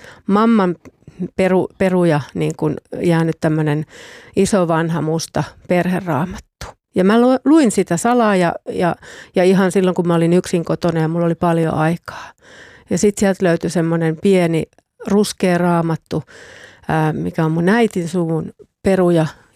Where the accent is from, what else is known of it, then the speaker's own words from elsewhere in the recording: Eastern Finland, Finland; born there; Mä oon syntynyt Etelä-Suomessa ja sitten me on muutettu tuonne Itä-Suomeen, kun mä oon ollut 8.